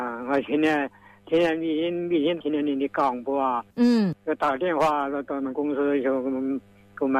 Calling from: Chibi, Hubei, China; 我是赤壁的。

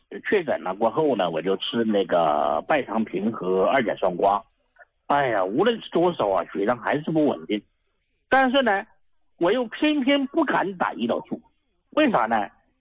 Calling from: Guizhou, China; 我是贵州的朋友嘛

